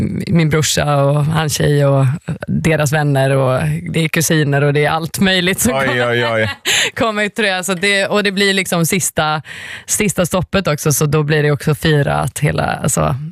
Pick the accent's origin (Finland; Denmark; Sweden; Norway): Finland; avsluta i Finland, liksom mitt hemland.